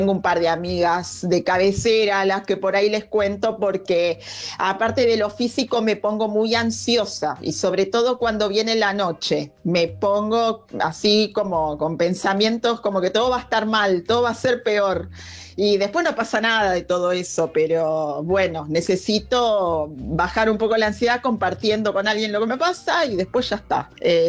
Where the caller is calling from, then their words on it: Temperley, Buenos Aires Province, Argentina; Buenas noches … de Temperley.